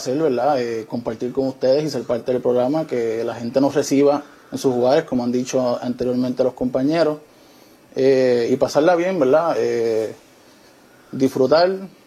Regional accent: Carolina, Puerto Rico; Carolina.

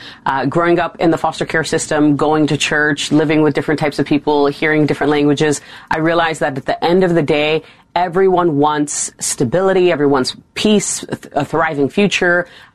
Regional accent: New York, United States; I'm an American through and through, born in New York, raised by Uncle Sam in the foster care system. And as an Afghan American, someone who is proud of my culture and heritage

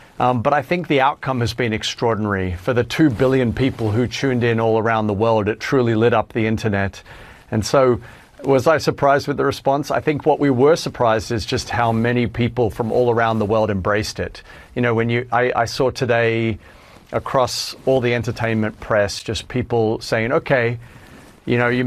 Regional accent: Australia; I'm Australian and dual citizen with the United States.

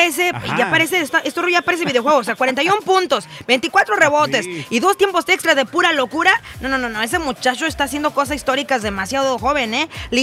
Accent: Tijuana, Baja California, Mexico; Bueno, yo no soy de San Diego, pues, pero soy brincando el charco. O sea, soy de Tijuana. O sea, casi allá a la vuelta.

